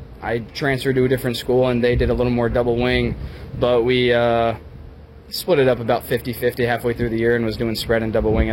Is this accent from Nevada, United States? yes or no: yes; Las Vegas, Nevada, United States; growing up in Vegas